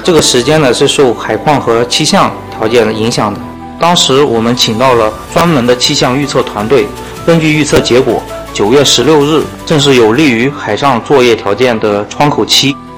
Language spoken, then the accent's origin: Chinese; Shanxi, China; 我是山西人，我家乡都是那种连绵不绝的群山，在青州的项目是我第一次跟海打交道。在我们山西人眼里，大海就像是倒过来的山。